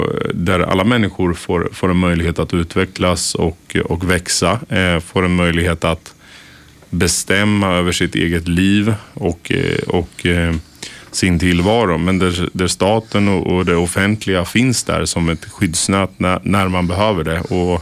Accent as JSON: {"language": "Swedish", "town": "Örebro", "region": "Örebro County", "country": "Sweden"}